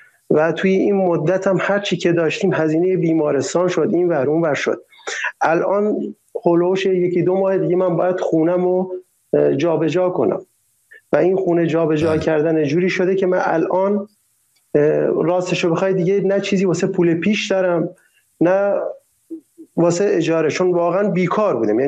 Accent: Iran; چون به عنوان یه ایرانی حق من اینه که یه زندگی خوب داشته باشم.

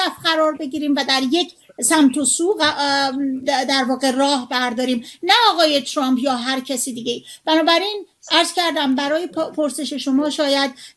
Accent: Iran

